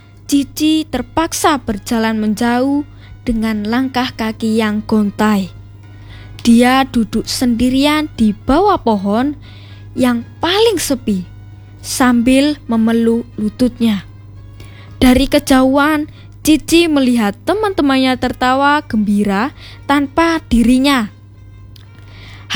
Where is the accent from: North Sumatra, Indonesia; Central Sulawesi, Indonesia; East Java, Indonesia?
East Java, Indonesia; Malang; bersekolah di SMPK Santa Maria 2 Malang. … berasal dari Malang.